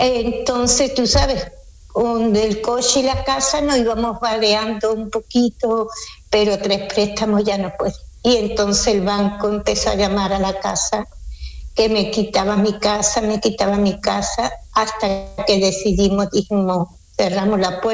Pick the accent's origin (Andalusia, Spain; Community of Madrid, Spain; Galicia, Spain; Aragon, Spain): Andalusia, Spain; Seville; now in Switzerland